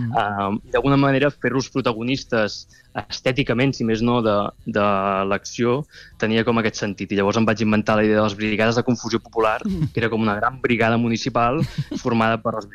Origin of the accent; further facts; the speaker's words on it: Mataró, Catalonia, Spain; i jo que sóc de Mataró i hem amat pirotècnia des de ben petit